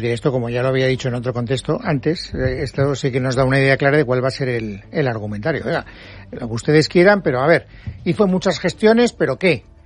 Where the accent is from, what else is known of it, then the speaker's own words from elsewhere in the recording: Valencian Community, Spain; Soy valenciano.